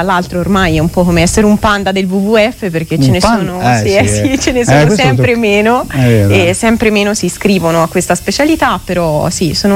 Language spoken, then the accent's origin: Italian; Buonconvento, Tuscany, Italy; also born or lived in Siena; ho fatto la mia infanzia lì e tuttora sto lì, quindi sono rimasta lì, faccio sempre il pendolare per Arezzo